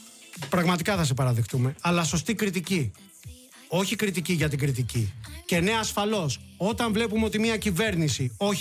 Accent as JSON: {"language": "Greek", "region": "Crete", "country": "Greece", "said": "Εγώ είμαι από Κρήτη."}